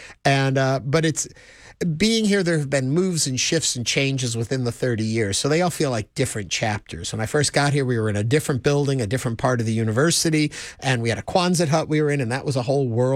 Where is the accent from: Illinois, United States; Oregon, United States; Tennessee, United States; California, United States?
Illinois, United States; Chicago; now in Houston, United States; I came from Chicago.